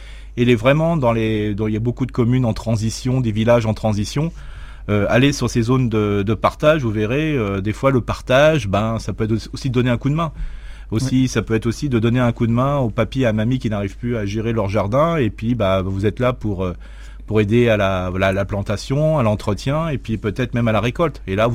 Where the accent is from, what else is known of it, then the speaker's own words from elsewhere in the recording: Grand Est, France; on est généreux, on est alsacien comme je dis toujours.